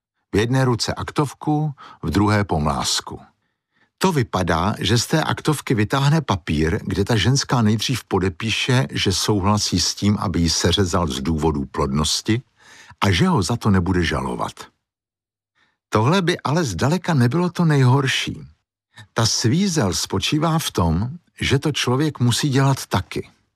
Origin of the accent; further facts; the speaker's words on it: Prague, Czechia; Ale já jsem Pražák, většinu života jsem prožil v Praze